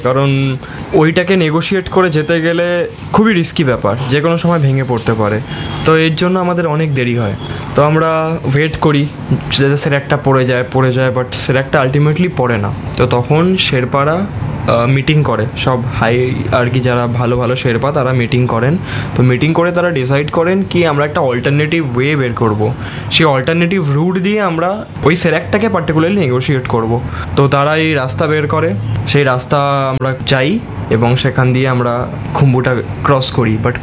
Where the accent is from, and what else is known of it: India